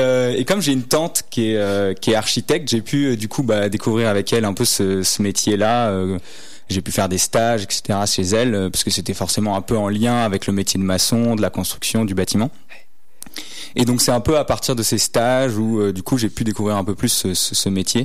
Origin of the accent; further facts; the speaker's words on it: Maubeuge, Hauts-de-France, France; Donc moi, je viens du nord de la France. Je suis né à Maubeuge, dans une petite ville du nord de la France.